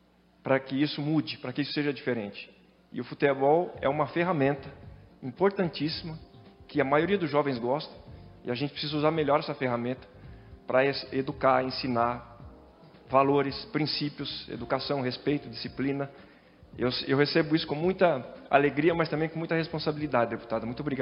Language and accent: Portuguese; São Paulo, Brazil; Eu venho de família humilde, sou da Zona Sul de São Paulo.